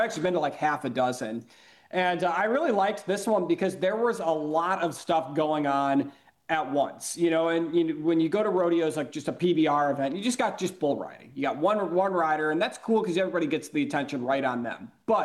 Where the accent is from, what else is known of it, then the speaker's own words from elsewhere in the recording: Chicago, Illinois, United States; I'm from Chicago